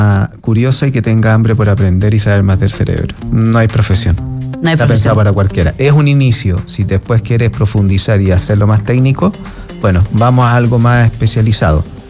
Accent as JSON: {"language": "Spanish", "town": "Curicó", "region": "Maule", "country": "Chile", "said": "yo soy de Curicó"}